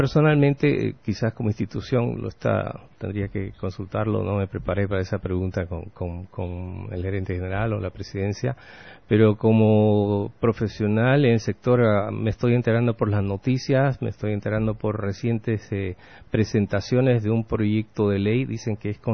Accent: Santa Cruz, Bolivia; como sociedad y como cruceño

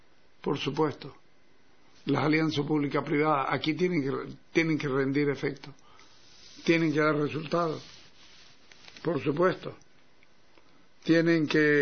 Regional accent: Santa Cruz, Bolivia; no me estorba ser boliviano, pero soy cruceño. Santa Cruz es mi patria, Bolivia es mi país.

